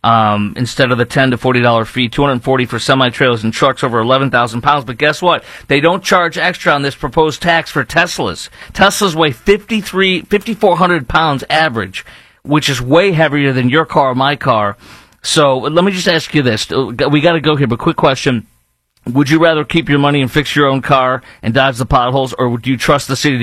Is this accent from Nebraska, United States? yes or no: no; Illinois, United States; And I know that from seeing my home state of Illinois.